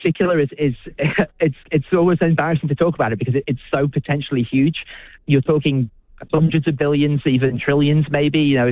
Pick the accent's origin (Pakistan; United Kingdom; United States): United Kingdom; now in New Zealand; Obviously, you may be able to tell from my accent, I'm not originally from New Zealand, I'm originally from the UK.